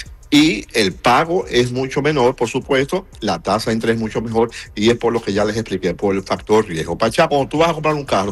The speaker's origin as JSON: {"language": "Spanish", "country": "Dominican Republic", "moved": "yes", "lives_now": "United States", "said": "Yo soy de la República Dominicana"}